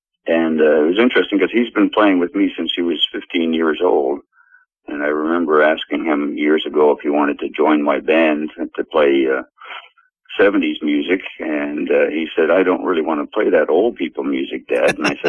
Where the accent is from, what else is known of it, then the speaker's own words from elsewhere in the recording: Canada; Well, we're Canadians, except for one member is from Rochester.